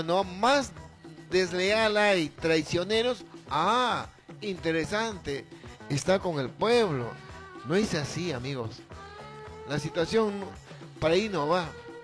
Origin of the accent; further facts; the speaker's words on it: Peru; Nosotros, como peruanos común y corriente